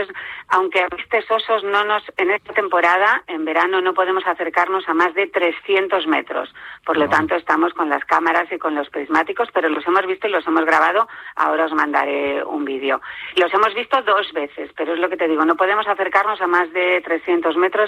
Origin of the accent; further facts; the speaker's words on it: Spain; Nosotros somos los únicos españoles, pero hay mexicanos, hay gente de todas partes del mundo.